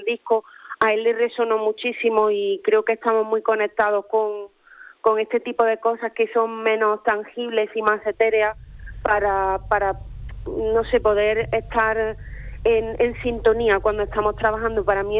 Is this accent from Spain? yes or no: yes; Andalusia, Spain; siendo andaluz y viviendo aquí en la provincia de Cádiz